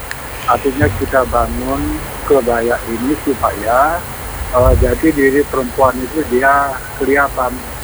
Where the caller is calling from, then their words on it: West Nusa Tenggara, Indonesia; kita orang Sasak